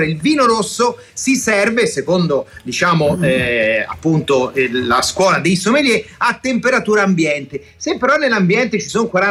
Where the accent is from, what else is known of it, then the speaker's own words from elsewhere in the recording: Pistoia, Tuscany, Italy; also born or lived in Mesagne / Milan; now in Rome, Italy; perché fino agli anni del liceo ho vissuto a Pistoia, ma sono nato a Mesagne in Puglia, quindi anche un po' in pugliese. Mi sono laureato a Milano